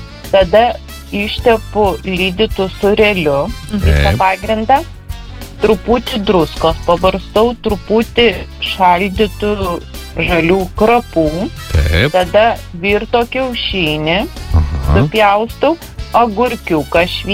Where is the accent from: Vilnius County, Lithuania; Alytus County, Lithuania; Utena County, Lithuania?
Vilnius County, Lithuania; Ukmergė; Iš Ukmergės.